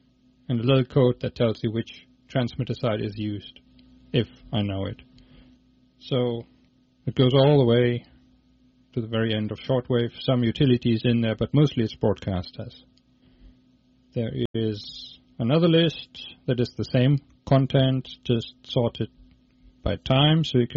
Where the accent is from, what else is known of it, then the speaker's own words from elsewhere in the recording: Germany; I'm originally from Germany. That's why my name is not easy to pronounce, and that's why my website ends in .de, not in .com or anything.